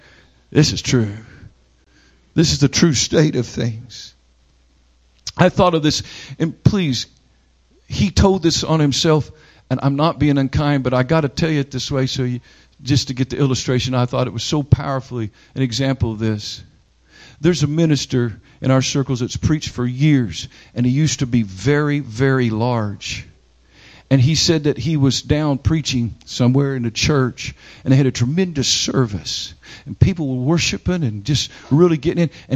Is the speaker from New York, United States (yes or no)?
no; Oklahoma, United States; I'm from Oklahoma, and I have the blood in me